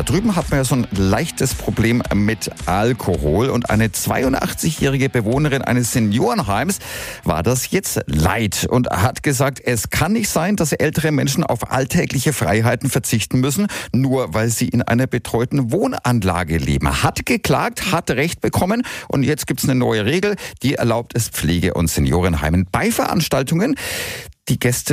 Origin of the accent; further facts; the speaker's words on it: Bavaria, Germany; Na gut, ich meine, bei uns in Bayern gibt es das schon längst.